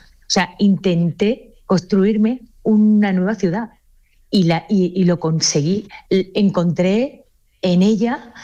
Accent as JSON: {"language": "Spanish", "town": "Seville", "region": "Andalusia", "country": "Spain", "said": "Yo soy sevillana, y que el editor me propusiera... Escribir sobre Jerez para mí fue un choque."}